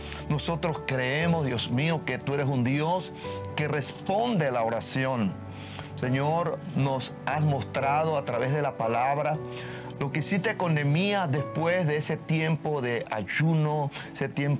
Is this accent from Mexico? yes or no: no; Panama